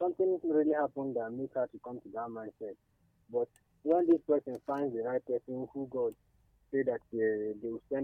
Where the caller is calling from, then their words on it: India; I'm calling from India.